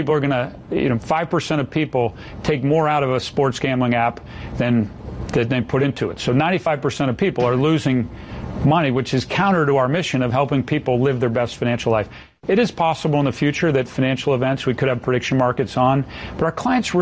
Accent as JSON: {"language": "English", "town": "Boston", "region": "Massachusetts", "country": "United States", "tie": "born or raised there", "said": "I grew up in the Boston, Massachusetts area."}